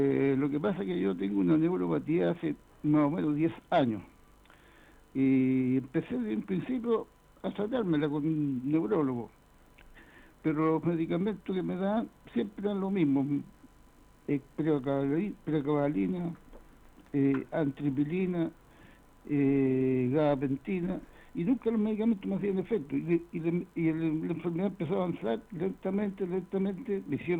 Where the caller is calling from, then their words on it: Viña del Mar, Valparaíso, Chile; De aquí de Villa Dulce.